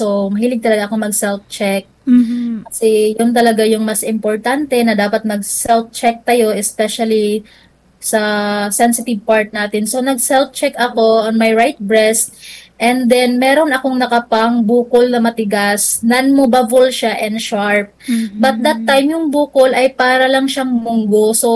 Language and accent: Tagalog; Mindanao, Philippines; moved away as an adult; now in Manila, Philippines; I came from Mindanao po. Pumunta lang ako dito sa Maynila for medication